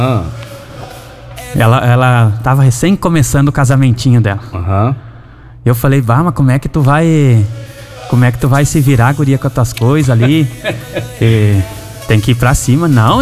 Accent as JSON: {"language": "Portuguese", "region": "Rio Grande do Sul", "country": "Brazil", "moved": "yes", "said": "Igual o Cleninho, que eu sempre conto pra todo mundo quando eu vim do Rio Grande. Eu vim com uma muda de roupa e duas cuecas."}